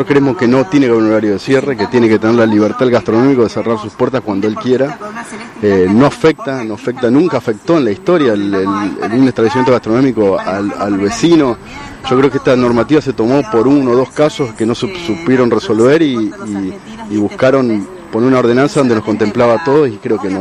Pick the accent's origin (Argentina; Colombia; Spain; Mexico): Argentina; Santa Fe; estos tipos de eventos, la verdad que nos enorgullecen como santafesinos.